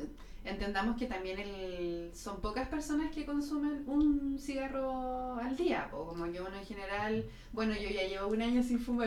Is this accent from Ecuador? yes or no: no; Temuco, Araucanía, Chile; yo soy de Temuco